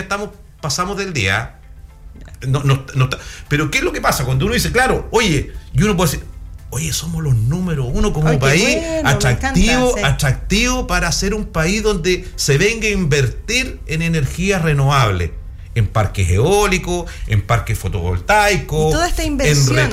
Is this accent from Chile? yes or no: yes; Chile; nosotros en Chile